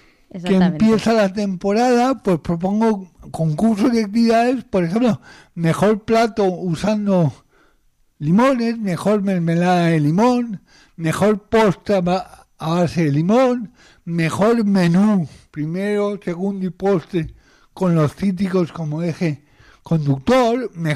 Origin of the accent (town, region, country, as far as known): Spain